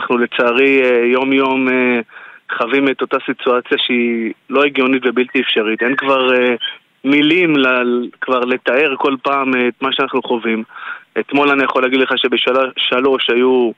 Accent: Kiryat Shmona, Northern District, Israel; moved away as an adult; also born or lived in Herzliya; אני נולדתי וגדלתי בקריית שמונה, חוויתי את מה שנקרא את כל מבצעי דין וחשבון וענבי זעם וכו', והילדים הגדולים שלי נולדו בהרצליה. אנחנו גרנו בהרצליה ולפני 12 שנה בחרנו לחזור לפה

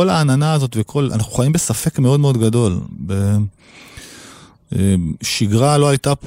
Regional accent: Tel Aviv, Tel Aviv District, Israel; אני גדלתי שם, החברים שלי משם, המשפחה שלי משם

